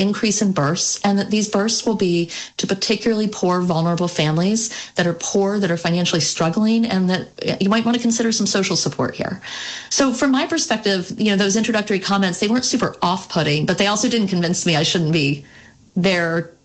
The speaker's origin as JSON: {"language": "English", "region": "the South", "country": "United States", "tie": "born or raised there", "moved": "as an adult", "lives_now": "Vermont, United States", "said": "as a Southerner, as a stranger in a strange land, although I've lived in Vermont for 21 years now, but as a Southerner"}